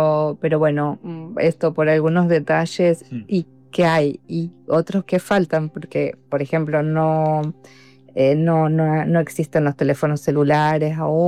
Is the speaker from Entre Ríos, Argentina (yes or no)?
yes; Entre Ríos, Argentina; la provincia de donde soy yo, de Entre Ríos